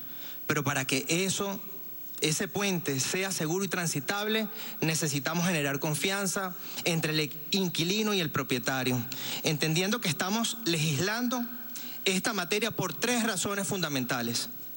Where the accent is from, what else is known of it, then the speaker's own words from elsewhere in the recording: Venezuela; vivimos como venezolanos